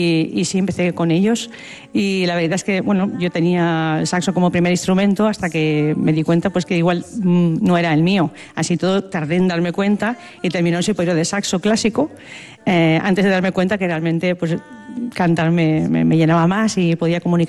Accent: L'Olleria, Valencian Community, Spain; pero sí soy muy pues, de mi pueblo, de la Ollería, y eso pues quiero llevarlo pues con mucho orgullo, claro.

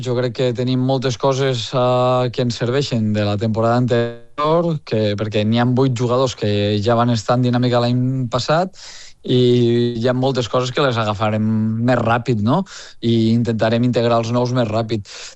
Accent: Lleida, Catalonia, Spain; jo sóc lleidatà

